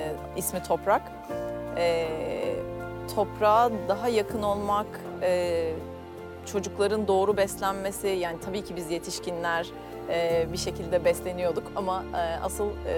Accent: İzmir, Turkey; born there; 1985 İzmir Karşıyaka doğumluyum.

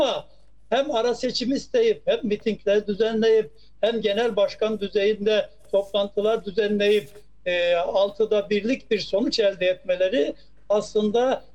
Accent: Tokat, Turkey; benim şehrim olan Tokat

